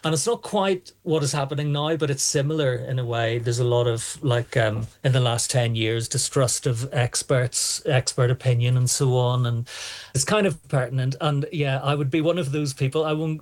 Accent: Dromore, Northern Ireland, United Kingdom; I'm from Dromore in County Down.

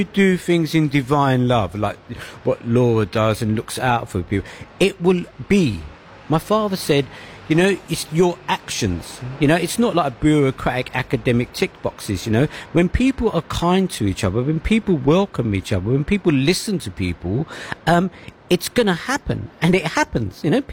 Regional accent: London, United Kingdom; accent: Cockney; I feel at home here. And I've been here since, I'm 64. I've been walking these pavements all my life. And I still feel at home.

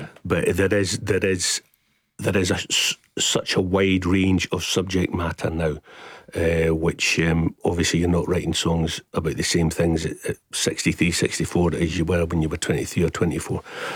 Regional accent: Edinburgh, Scotland, United Kingdom; I said, I'm from Edinburgh

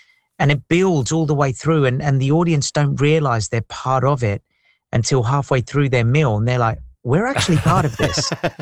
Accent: Greece; first language Greek; English is a second language; he's Greek, I'm Greek, so I get to speak my native tongue, which is amazing.

